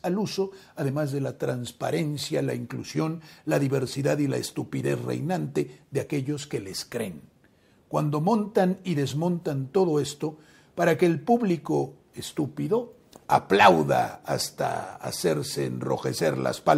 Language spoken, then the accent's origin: Spanish; Mexico; como los mexicanos somos muy buenos anfitriones